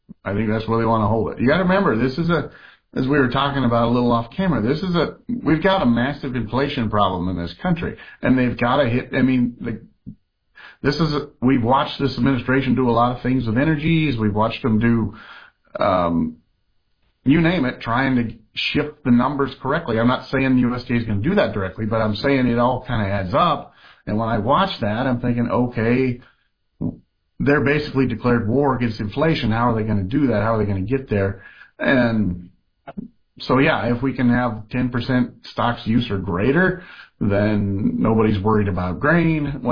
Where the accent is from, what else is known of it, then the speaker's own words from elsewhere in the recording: Oregon, United States; I'm from Oregon, so I mean, we're expecting them to not let us do that in the first place.